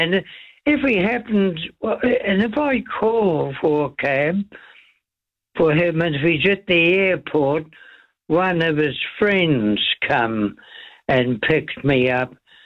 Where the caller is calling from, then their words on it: Christchurch, Canterbury, New Zealand; Now, I'm in Christchurch.